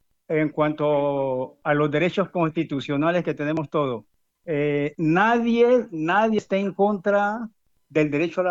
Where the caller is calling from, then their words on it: Colombia; Pero mi derecho como colombiano de mi libre movilidad